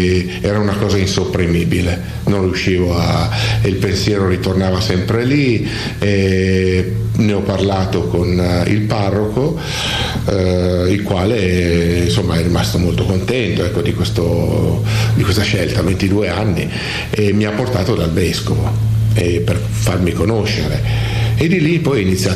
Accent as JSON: {"language": "Italian", "town": "Gaglianico", "region": "Piedmont", "country": "Italy", "tie": "born or raised there", "also_born_or_lived": "Trivero", "lives_now": "Casale Monferrato, Italy", "said": "E sono nato lì, a 6 anni con i miei genitori ho lasciato il paese e sono sceso alla periferia di Biella, in un paese di nome Gaglianico, perché i miei genitori hanno rilevato un ristorante, una trattoria. E quindi io sono cresciuto con i miei genitori, lì"}